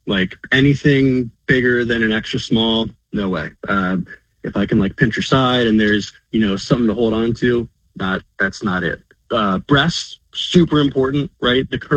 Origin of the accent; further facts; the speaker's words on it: New Jersey, United States; I'm from Jersey. I live here.